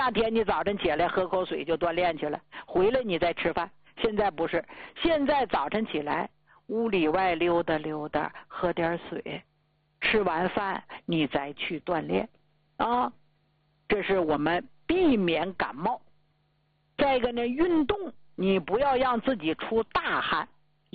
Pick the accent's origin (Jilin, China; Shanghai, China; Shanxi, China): Jilin, China; 前几年回咱们吉林老家